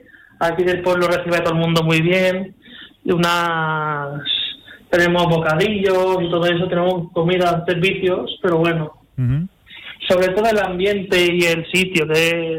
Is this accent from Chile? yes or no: no; Elda, Valencian Community, Spain; now in Beamud, Spain; yo soy de Elda, de una ciudad de Alicante, y venía de vez en cuando aquí a Beamuth, pero sí, soy yo de aquí de... Soy de Alicante.